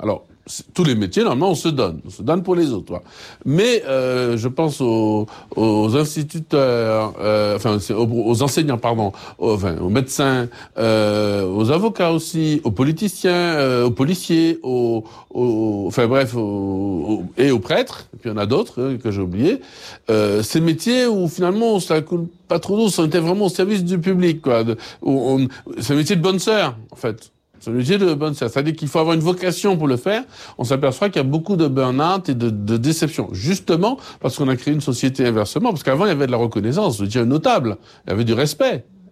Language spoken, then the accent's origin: French; Martinique; chez nous, en Martinique